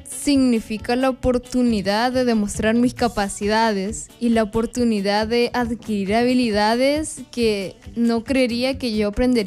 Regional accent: San Salvador, El Salvador; Yo soy de Altavista.

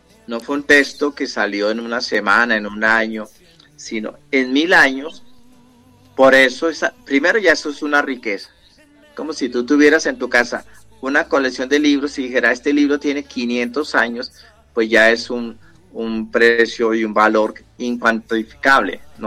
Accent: Colombia

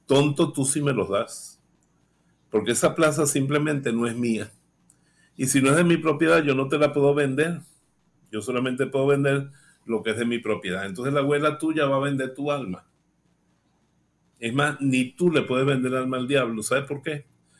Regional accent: Venezuela; en Venezuela curucutear es un verbo que inventamos nosotros

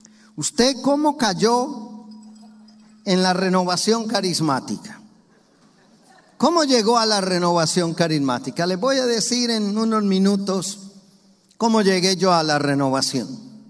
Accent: Medellín, Antioquia, Colombia; yo soy colombiano de una ciudad de Colombia que se llama Medellín.

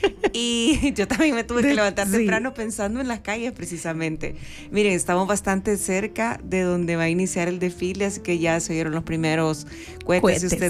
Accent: El Salvador

